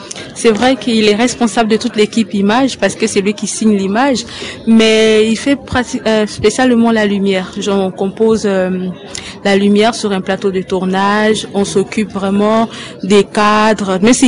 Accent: Gabon; moved away; moi, je viens de l'Afrique subsaharienne, du Gabon.

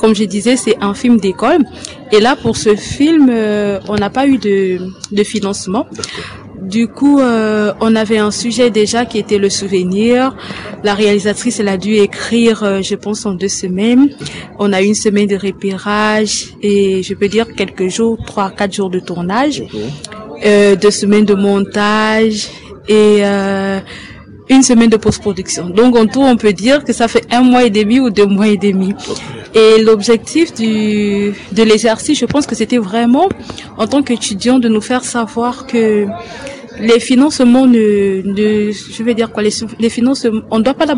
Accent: Gabon; moved away; moi, je viens de l'Afrique subsaharienne, du Gabon.

